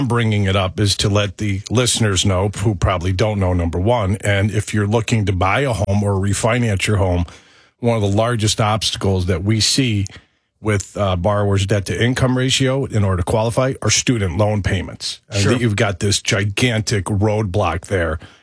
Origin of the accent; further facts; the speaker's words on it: New York City, New York, United States; that's a proper way to say Florida because I'm from Brooklyn, by the way.